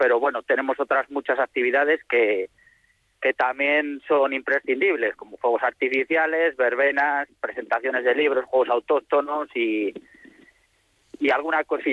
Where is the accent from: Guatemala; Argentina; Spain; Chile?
Spain; Palazuelo